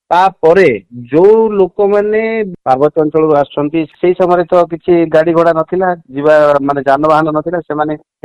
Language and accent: Odia; Jeypore, Odisha, India; ମୁଁ ଜୟପୁର ବାସିନ୍ଦା। ମୋ ଜନ୍ମ ମଧ୍ୟ ଏଇ ରଜାନଗରରୁ ସୂର୍ଯ୍ୟମଲ ଯିବା ରାସ୍ତାରେ ଯୋଉ ମୋ ଘର ଅଛି